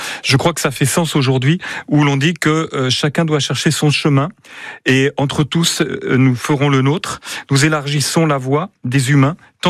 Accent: Paris, Île-de-France, France; moved away as an adult; now in Basque Country, France; avant 88, je viens de Paris, okay, où j'ai fait mes études, mes premiers pas, etc.

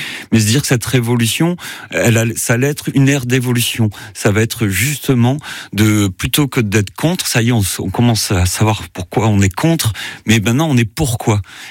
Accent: Auvergne-Rhône-Alpes, France; moved away as an adult; also born or lived in Clermont-Ferrand / Tourcoing; Je suis né dans le Cantal. En Auvergne, donc la campagne, bien la campagne.

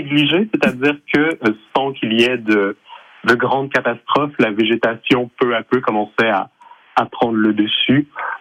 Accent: Montreal, Quebec, Canada; moved away as an adult; now in Auvergne, France; Oui, je suis Montréalais d'origine.

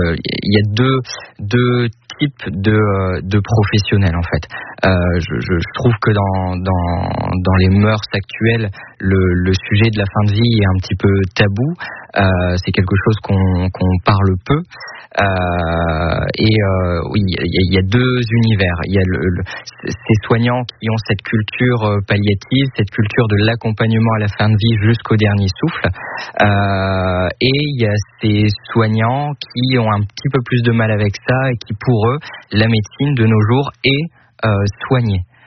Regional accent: Dechy, Hauts-de-France, France; born there; Alors, je suis né à Dechy, dans le Douaisis

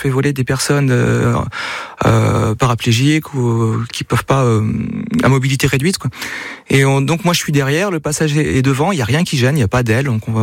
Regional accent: Pays de la Loire, France; Je suis originaire de Vendée, mais j'ai fait un voyage quand j'avais 20 ans à La Réunion.

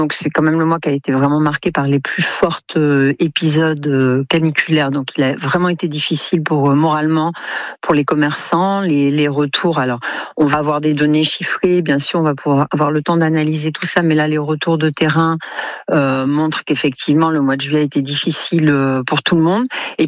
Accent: Pau, Nouvelle-Aquitaine, France; chez nous à Pau

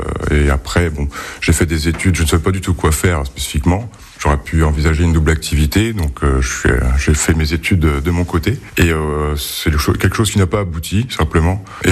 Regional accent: Grand Est, France; de Vaux-de-Saint-Cours à la base. Du village natal de mon père, et actuellement on a déménagé depuis quelques années déjà à Sainte-Marie-Appy, village natal de ma mère.

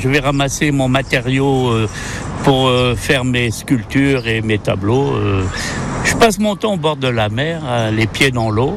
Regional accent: Brittany, France; also born or lived in Sologne; now in Les Sables-d'Olonne, France; Je veux pas dire du mal de ma Bretagne natale

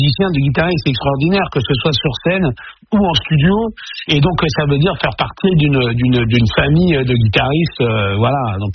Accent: France

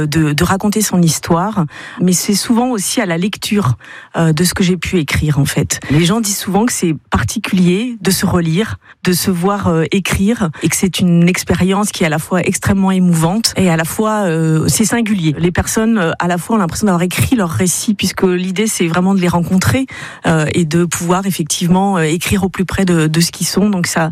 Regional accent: Parigné-l'Évêque, Pays de la Loire, France; also born or lived in Le Mans; j'ai 50 ans. Je suis née au Mans et j'ai grandi à Parigny-l'Évêque.

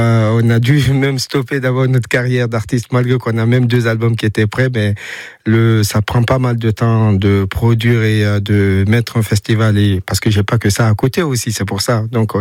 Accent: Guinea; also born or lived in United States; étant donné je suis originaire de Guinée aussi, on commence là-bas et j'ai grandi aussi aux États-Unis.

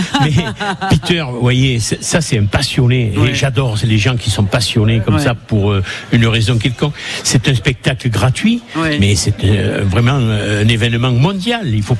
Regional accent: L'Isle-sur-la-Sorgue, Provence-Alpes-Côte d'Azur, France; born there; accent: southern French; moved away as an adult; now in Voiron, France; moi, je suis né dans le Vaucluse, à L'Isle-sur-la-Sorgue.

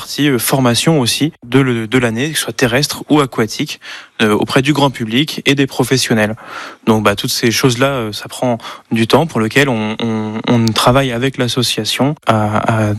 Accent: Châteauroux, Centre-Val de Loire, France; je suis originaire de Châteauroux, j'habite à Châteauroux.

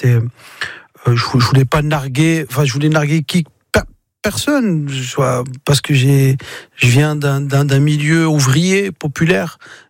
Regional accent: Mantes-la-Jolie, Île-de-France, France; Et tu te dis, voilà, je viens de Mantes-la-Jolie, d'un milieu ouvrier.

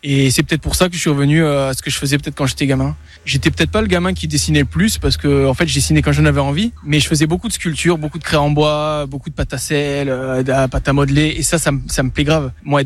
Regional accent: Nice, Provence-Alpes-Côte d'Azur, France; Quand tu passes le Var en tant que niçois, ben c'est un peu dur, quoi.

